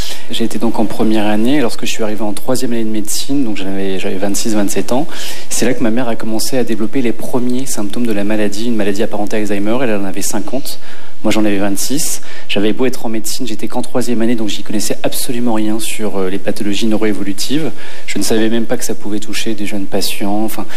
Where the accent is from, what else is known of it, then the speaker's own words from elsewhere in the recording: Le Havre, Normandy, France; Vers en haut à gauche, vers la Normandie, le Havre. Vous n'étiez pas obligé de rire. C'est très joli, le Havre. Moi, j'ai grandi dans un milieu ouvrier.